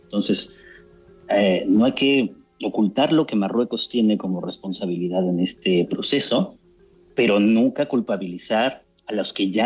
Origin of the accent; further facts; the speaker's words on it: Mexico; aunque yo soy mexicano, aunque también sé español